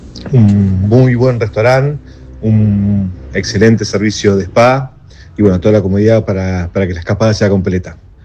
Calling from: Sierra de la Ventana, Buenos Aires Province, Argentina; gerente del Daysin de Cierra la Ventana.

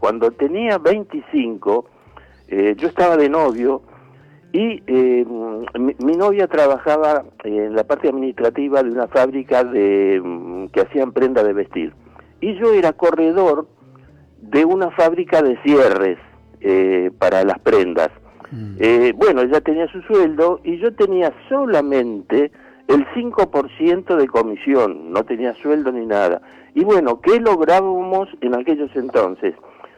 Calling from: Villa Santa Rita, Buenos Aires, Argentina; de Villa Santa Rita.

